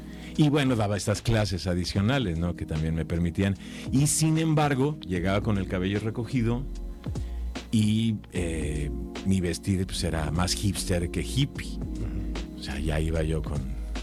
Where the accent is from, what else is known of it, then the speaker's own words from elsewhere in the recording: Mexico; Soy mexicano, soy turista